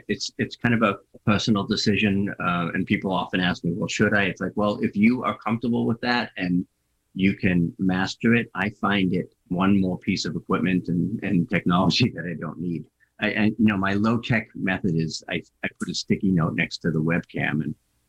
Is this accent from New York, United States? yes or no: no; Boston, Massachusetts, United States; accent: Boston; I've got my Boston accent.